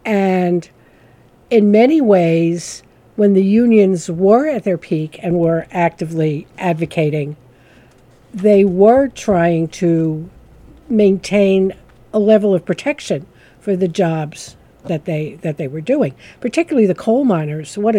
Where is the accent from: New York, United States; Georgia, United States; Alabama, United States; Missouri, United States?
New York, United States; And I come from Rust Belt territory, upstate New York.